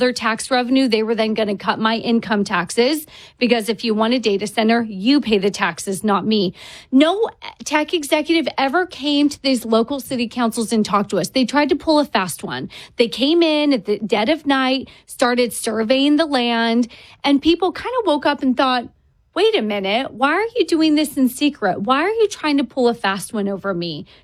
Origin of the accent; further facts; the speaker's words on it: California, United States; I'm from California.